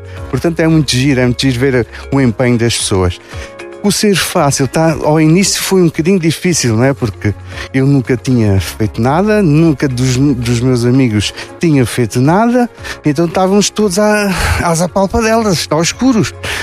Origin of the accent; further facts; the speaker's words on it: Portalegre, Alentejo, Portugal; eu também sou da Penha.